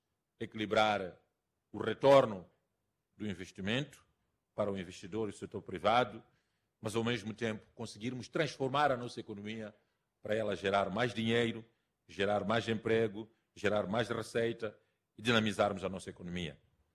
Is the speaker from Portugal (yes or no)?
no; Mozambique; identificar produtos que nós, como moçambicanos, produzimos mais que o suficiente